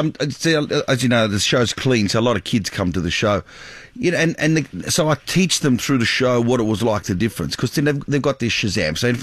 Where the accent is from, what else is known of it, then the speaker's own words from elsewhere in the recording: Sydney, New South Wales, Australia; I grew up in Sydney, Australia.